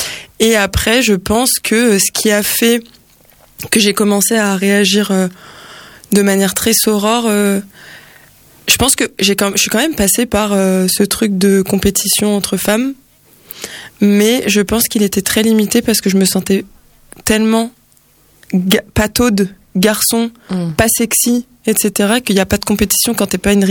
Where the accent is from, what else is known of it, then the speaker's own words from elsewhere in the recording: French Guiana; Donc j'ai grandi en Guyane